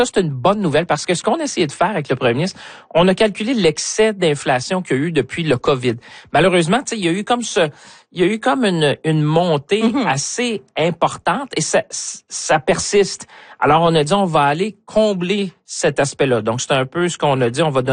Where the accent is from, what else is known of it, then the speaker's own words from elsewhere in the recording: Shawinigan, Quebec, Canada; moi je viens de Shawinigan